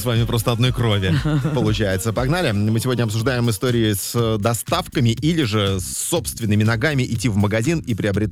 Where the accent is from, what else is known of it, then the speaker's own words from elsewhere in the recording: Tolyatti, Samara Oblast, Russia; moved away; когда раньше я говорил кому-то, что я из Тольятти, сразу так переспрашивали, ничего себе, как в Италии родился.